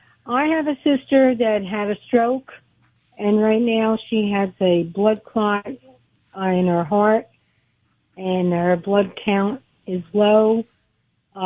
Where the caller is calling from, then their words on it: New Jersey, United States; I'm calling from New Jersey.